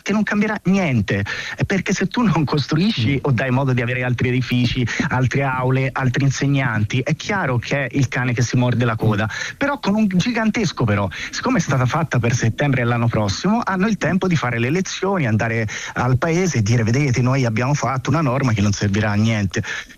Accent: Prato, Tuscany, Italy; now in Rome, Italy; io sono originario di Prato, che è, come sapete, uno dei casi nazionali in cui ci sono più stranieri assieme a Milano

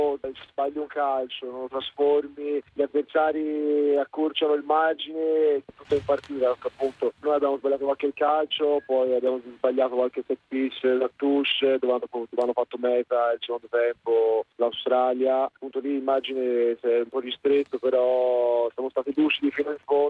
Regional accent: Florence, Tuscany, Italy; poter giocare nel nostro stadio, nella nostra città, davanti alla nostra famiglia, agli amici da una vita

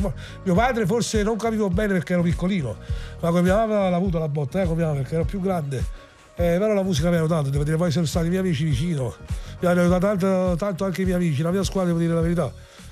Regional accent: Acerra, Campania, Italy; born there; sì, dove sono nato io, dove è nato Pulcinella

